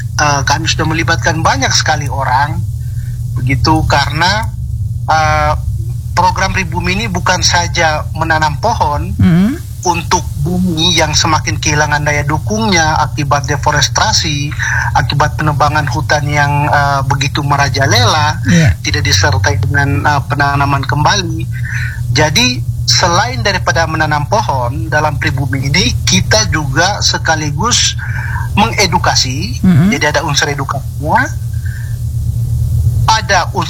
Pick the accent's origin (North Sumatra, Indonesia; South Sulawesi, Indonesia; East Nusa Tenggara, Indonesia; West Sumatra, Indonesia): East Nusa Tenggara, Indonesia; Flores; kita orang Flores